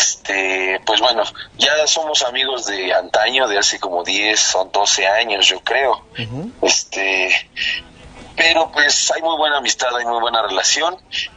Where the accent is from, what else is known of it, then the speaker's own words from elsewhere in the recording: Chalco, State of Mexico, Mexico; somos de aquí todos oriundos de Chalco, todos somos de Chalquito.